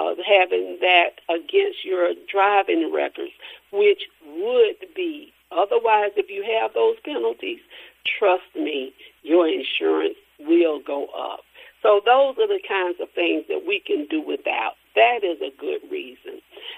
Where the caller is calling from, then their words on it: Atlanta, Georgia, United States; Now, I'm calling you from Atlanta